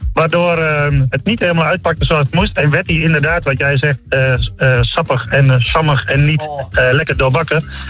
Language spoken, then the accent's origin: Dutch; Blokzijl, Overijssel, Netherlands; ik kom uit Blokzijl.